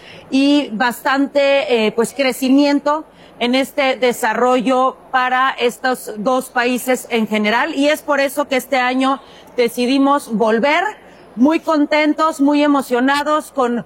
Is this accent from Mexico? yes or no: yes; Mexico; somos orgullosamente mexicanos y mexicanas.